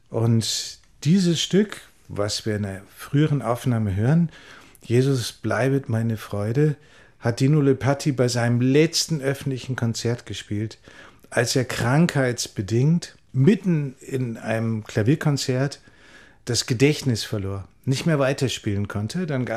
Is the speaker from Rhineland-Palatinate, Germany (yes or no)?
no; North Rhine-Westphalia, Germany; now in Klausen, Italy; ich bin im Ruhrgebiet groß geworden.